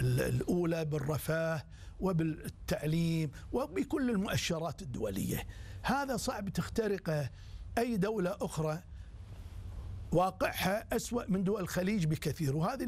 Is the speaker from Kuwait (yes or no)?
yes; Kuwait; عندنا أبان الخلافات والتخندقات السياسية بالكويت